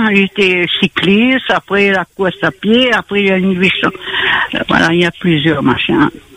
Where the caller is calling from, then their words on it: Plaine-des-Cafres, Réunion; Moi, j'habite à Plaine-des-Cafs